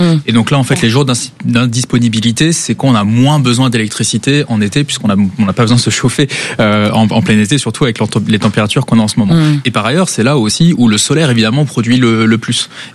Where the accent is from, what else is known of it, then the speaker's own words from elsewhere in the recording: Normandy, France; Encore chez moi, en Normandie, là, le prix de l'essence, il est au-dessus de 2 euros.